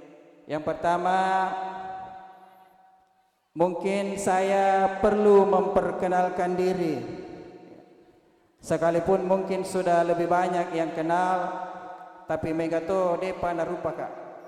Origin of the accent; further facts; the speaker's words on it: South Sulawesi, Indonesia; Pinrang ini adalah tempat kelahiran saya. Saya adalah putra asli Kabupaten Pinrang. Saya lahir di sebuah negeri yang sangat indah, namanya California City, Punia Desa Marano, Kecamatan Matiro Bulu.